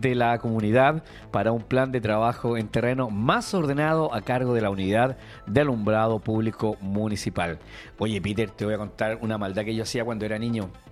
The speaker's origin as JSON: {"language": "Spanish", "country": "Chile", "said": "yo soy chileno, porque yo amo lo nuestro."}